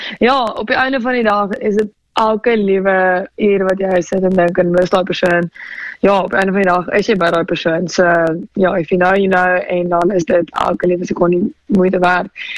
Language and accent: Afrikaans; Pretoria, Gauteng, South Africa; moved away as an adult; now in Cape Town, South Africa; Ek is in die Kaap, vars in die Kaap eintlik, nie meer so vars, ek kom eindelijk van Pretoria af, maar ja, ons het onlangs Kaap toe getrek